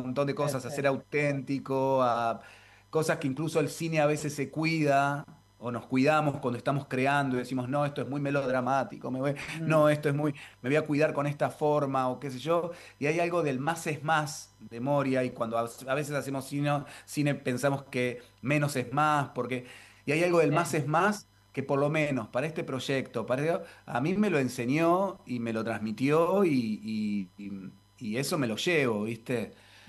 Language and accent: Spanish; Argentina